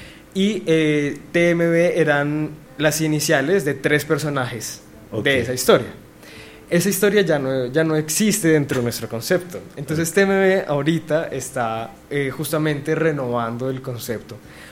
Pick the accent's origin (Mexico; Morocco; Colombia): Colombia; Bogotá; nosotros, a la final, pues somos bogotanos, somos colombianos